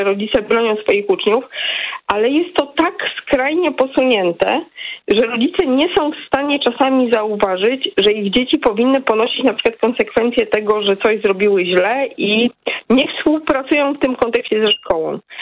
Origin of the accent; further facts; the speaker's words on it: Wrocław, Lower Silesian Voivodeship, Poland; Ja mam lat 40 i 20 ponad lat temu chodziłam do liceum. Jestem z Wrocławia